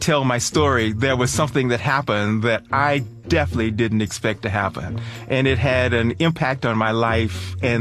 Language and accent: English; Texas, United States; now in Boston, United States; I'm originally from Texas. I've been in Boston for a long time.